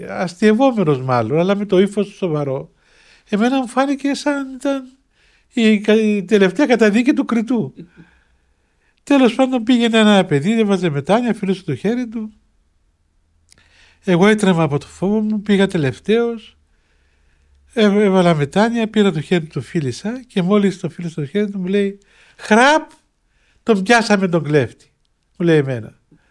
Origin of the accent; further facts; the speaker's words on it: Cyprus; εγώ είμαι Κύπριος, μόνος φτάνει από την Κύπρο